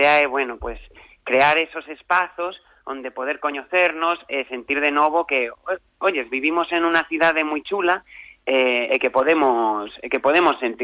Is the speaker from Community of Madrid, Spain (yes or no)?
yes; El Escorial, Community of Madrid, Spain; eu justamente es que son de da sierra, son de El Escorial, entón é un pouco máis pequeno que a capitale